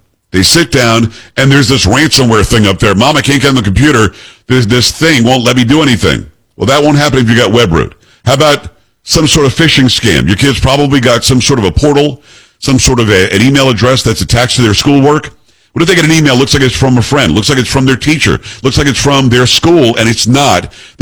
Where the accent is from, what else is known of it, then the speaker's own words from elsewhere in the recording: Florida, United States; Now, when I grew up in South Florida, we had a next-door neighbor